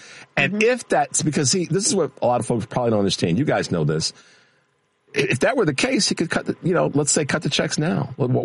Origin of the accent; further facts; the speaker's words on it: Chicago, Illinois, United States; Listen, man, that's $13,000. I'm from Chicago. Yeah. I want my money.